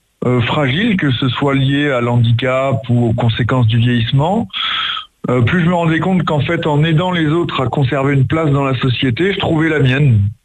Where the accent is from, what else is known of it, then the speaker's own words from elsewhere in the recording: Incarville, Normandy, France; now in Rouen, France; j'ai 31 ans, j'habite actuellement à Rouen, mais j'ai grandi à Incarville